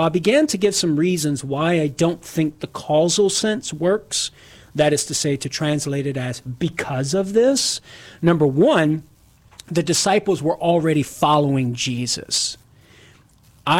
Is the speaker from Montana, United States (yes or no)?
no; Louisiana, United States; from Southern Louisiana, you know, and I try to talk into it with my accent.